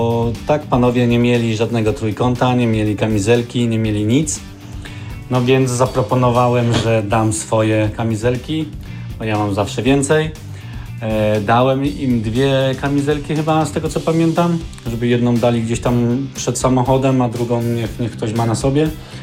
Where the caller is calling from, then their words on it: Norway; Pozdrawiam jeszcze raz … z Norwegii.